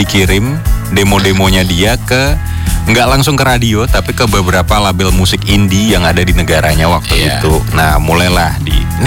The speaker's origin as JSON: {"language": "Indonesian", "town": "Semarang", "region": "Central Java", "country": "Indonesia", "said": "Padahal kita juga orang Semarang ya."}